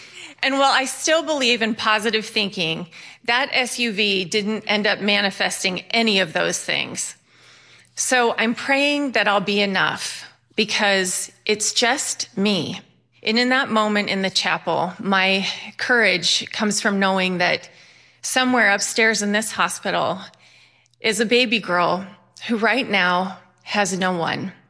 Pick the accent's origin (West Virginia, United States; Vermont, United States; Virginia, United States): Vermont, United States; Bennington; born there; now in Phoenix, United States; I was born in Bennington, Vermont. I live in Phoenix, Arizona.